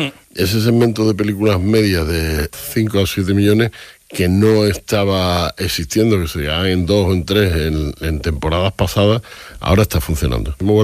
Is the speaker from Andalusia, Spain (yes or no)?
yes; Huelva, Andalusia, Spain; Y después una película de chavales en Huelva, mi tierra.